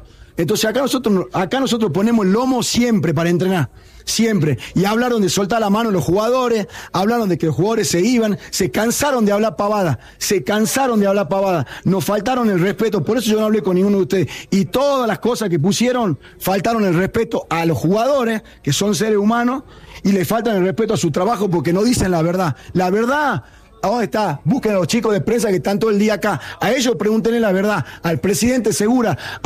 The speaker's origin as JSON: {"language": "Spanish", "region": "Salta", "country": "Argentina", "said": "Entonces sí, porque soy de Salta"}